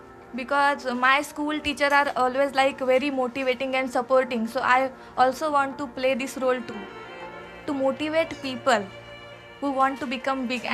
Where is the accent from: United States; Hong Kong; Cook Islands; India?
India; Alibag, Maharashtra; born there; This is my born place. Yeah, my mother worked hard here and make this empire. So yeah, this village is special for me. Alibag is special for me.